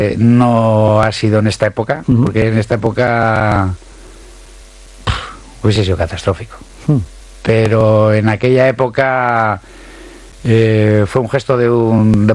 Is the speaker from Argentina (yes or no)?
no; Basque Country, Spain; O sea, soy vasco, me siento, y allí donde vaya lo seguiré diciendo y pregonando, ¿no?